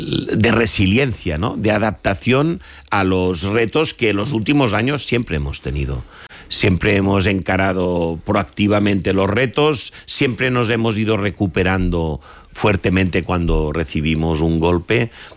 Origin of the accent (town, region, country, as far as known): Spain